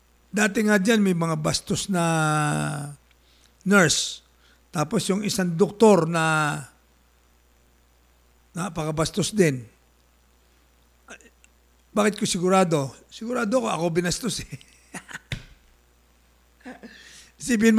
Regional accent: Batangas, Calabarzon, Philippines; moved away; ang tawag sa amin sa Batangas noon

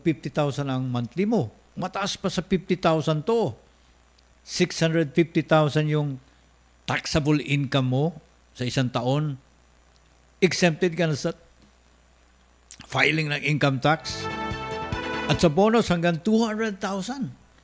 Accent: Calabarzon, Philippines; Taga Cavite po ako.

